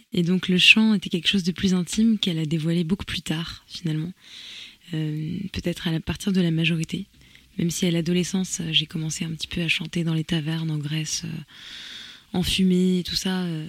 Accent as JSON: {"language": "French", "country": "France", "tie": "born or raised there", "said": "je chante en grec, parce que j'ai grandi en France, mais l'âme de ma voix, j'ai l'impression qu'elle est grecque."}